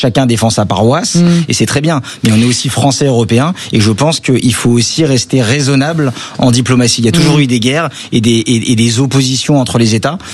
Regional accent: France; on est français.

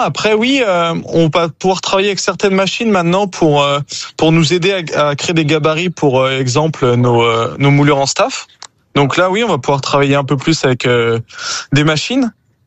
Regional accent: Rennes, Brittany, France; je viens de Bretagne, précisément à Rennes

